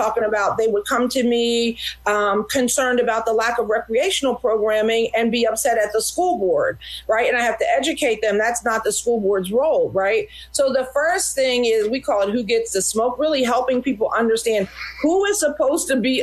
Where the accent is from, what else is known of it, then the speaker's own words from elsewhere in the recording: United States; I come from Montgomery County.